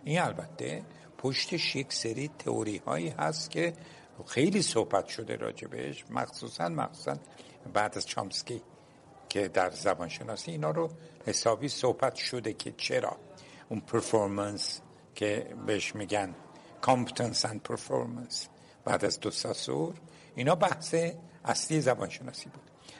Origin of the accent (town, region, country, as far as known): Iran; first language Turkish (Azerbaijani); Persian is a second language